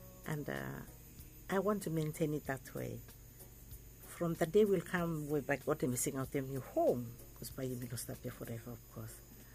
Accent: Vanuatu; because I'm from Vanuatu, but I lecture in law.

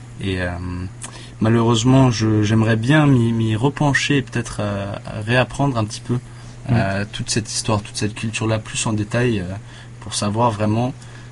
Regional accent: Cambodia; also born or lived in Thailand; né en Thaïlande et puis on a bougé juste pour ma naissance et mes premières semaines. Puis on a bougé au Cambodge où mes parents ils ont vécu 20-25 ans là-bas.

